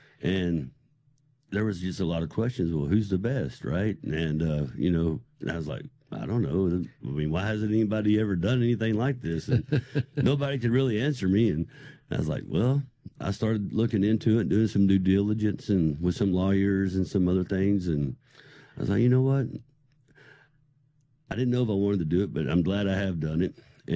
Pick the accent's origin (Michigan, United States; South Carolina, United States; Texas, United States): Texas, United States; But so I grew up in Texas, been there pretty much all my life.